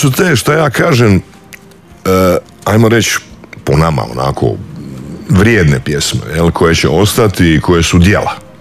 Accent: Klis, Split-Dalmatia County, Croatia; Ja sam potekao, porijeklom sam s Klisa

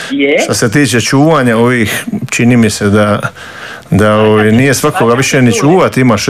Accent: Split, Split-Dalmatia County, Croatia; moved away; kad dođeš doma, kad dođeš u Split

